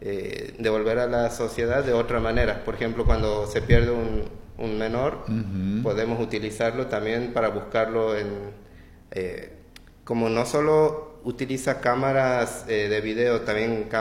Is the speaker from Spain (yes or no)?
no; Fernández, Santiago del Estero, Argentina; en Fernández, de donde yo soy